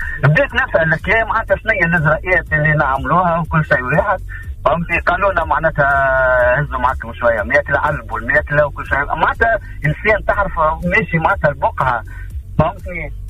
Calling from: Tunis, Tunis Governorate, Tunisia; هاي من تونس

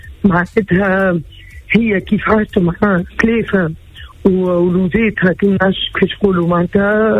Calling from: Ezzahra, Ben Arous, Tunisia; من الزهرة.

